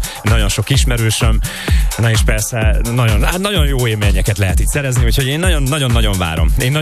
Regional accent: Debrecen, Hajdú-Bihar, Hungary; ugye ez a szülővárosom, Debrecen a szülővárosom

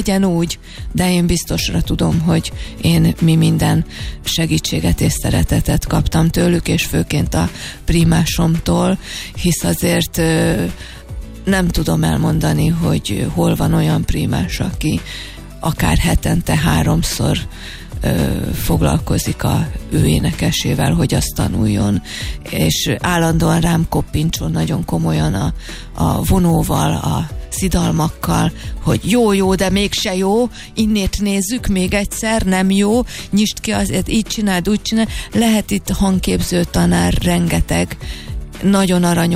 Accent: Hungary; én magyar vagyok.

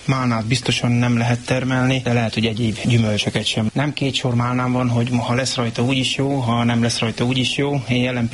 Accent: Varsány, Nógrád, Hungary; born or raised there

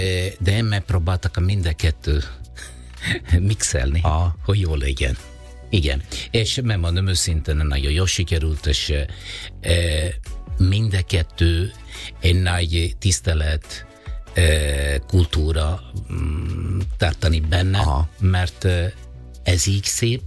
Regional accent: Italy; Hungarian is a second language; moved away as an adult; now in Hungary; Szóval én örülök, hogy kettő otthonom van. Ez természetesen az egy az olasz, a másik Magyarországon. Én igen, valamilyen szinte én is magyar érzem magam, persze nem itt születtem

